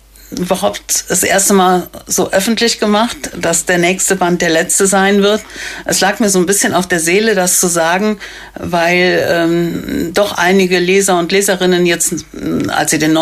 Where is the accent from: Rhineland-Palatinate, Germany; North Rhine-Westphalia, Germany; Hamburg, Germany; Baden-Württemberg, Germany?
Rhineland-Palatinate, Germany; Und es ist auch wieder in Planung, in Erpel-Unkel, also meiner Heimat, zu lesen.